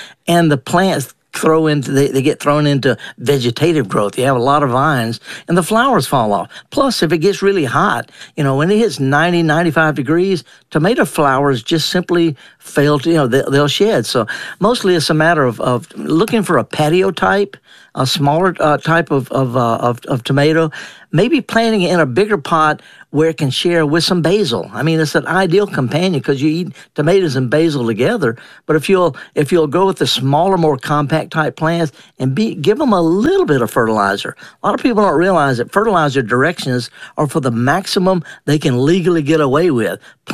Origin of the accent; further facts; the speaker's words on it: Mississippi, United States; I'm from Mississippi